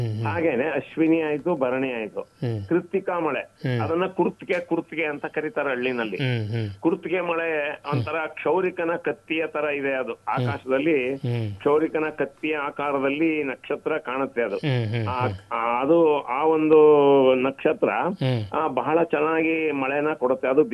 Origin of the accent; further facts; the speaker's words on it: South India, India; ನಮ್ ತಮಿಳು, ಆಂಧ್ರ, ಕೇರಳ ಕಡೆ ನಾವು ಸೌತ್ ಇಂಡಿಯಾದವರು